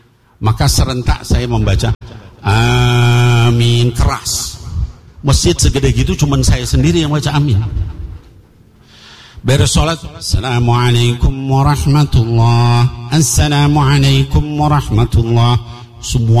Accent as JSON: {"language": "Indonesian", "region": "Jakarta", "country": "Indonesia", "said": "Sana kampung saya di Jakarta."}